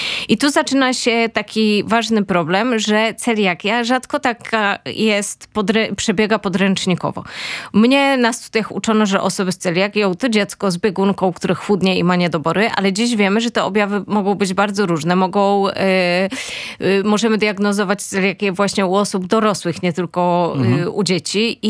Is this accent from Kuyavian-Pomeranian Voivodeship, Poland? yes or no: yes; Toruń, Kuyavian-Pomeranian Voivodeship, Poland; i ja pochodzę z Torunia